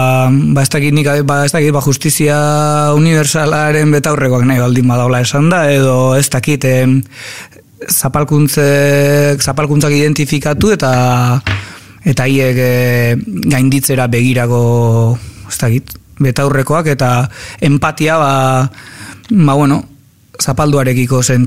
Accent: Azpeitia, Basque Country, Spain; ni Azpeitiarra naiz, da nik ezagut 9 kuadrotan ezagutu nituen herriko 9 preso.

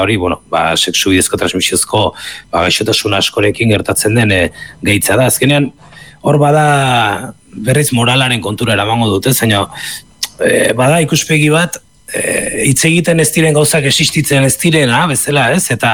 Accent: Southern Basque Country, Spain

